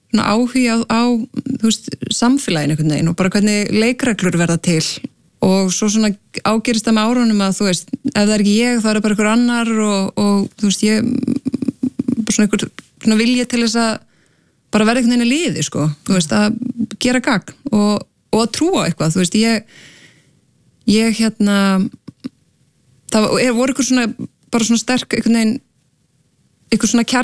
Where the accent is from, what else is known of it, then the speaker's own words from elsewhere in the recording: Akranes, Western Region, Iceland; eru tveir grunnskólar á Akranesi ólst upp á Vestugötu og flutti svo bara þegar ég var 12 ára